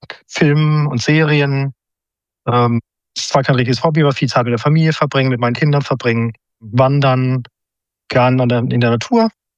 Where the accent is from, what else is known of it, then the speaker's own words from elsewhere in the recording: Freiburg, Baden-Württemberg, Germany; born there; Ich bin geboren in Freiburg.